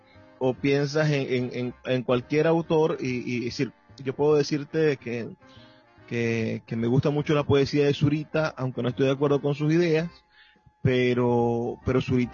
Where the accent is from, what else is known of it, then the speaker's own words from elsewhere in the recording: Venezuela; su ensayística logró definir la idea de lo que somos como venezolanos y entender nuestra relación con el mundo